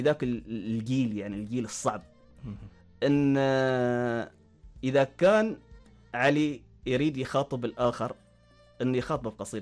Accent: Oman; عندنا في سلطنة عمان

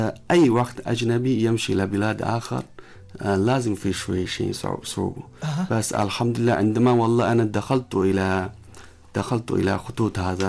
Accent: China; Arabic is a second language; من الصين بلسان عربي.

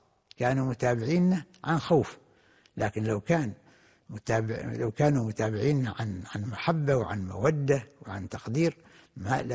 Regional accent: Oman; مثلا عندنا في عمان تجد الواحد أين يذهب، يعني البلد كلها متكاتفة وكلها متعاونة وكلها متعارفة.

